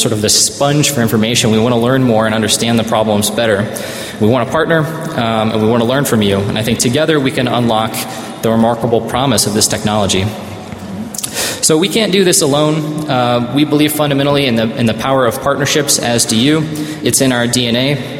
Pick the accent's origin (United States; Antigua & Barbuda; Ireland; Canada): United States; Kansas City; where I grew up in the Kansas City area